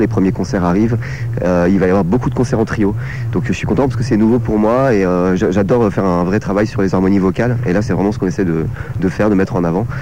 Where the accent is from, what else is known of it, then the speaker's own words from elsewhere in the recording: Nancy, Grand Est, France; On est 10 chanteurs et musiciens, donc c'est un collectif lorrain. Moi, je viens de Nancy.